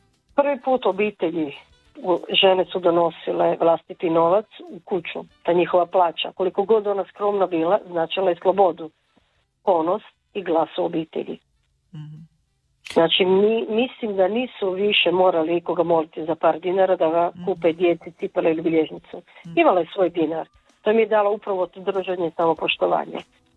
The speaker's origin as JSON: {"language": "Croatian", "town": "Rovinj", "region": "Istria County", "country": "Croatia", "tie": "born or raised there", "said": "Ja sam rođena u ulici u Rovinju u Augusto Feri"}